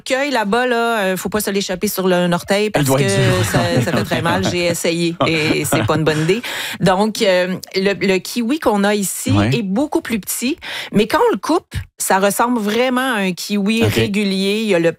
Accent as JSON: {"language": "French", "town": "Montreal", "region": "Quebec", "country": "Canada", "moved": "yes", "said": "on vient de Montréal, moi et mon conjoint."}